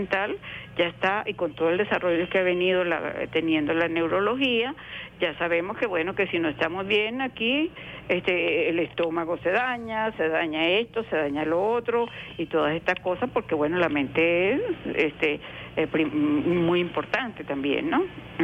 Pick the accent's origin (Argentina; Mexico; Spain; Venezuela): Venezuela; nuestra identidad como venezolanos